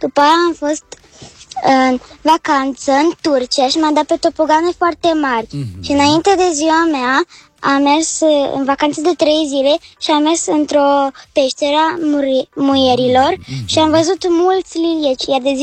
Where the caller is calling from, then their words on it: Suceava, Suceava County, Romania; din Suceava.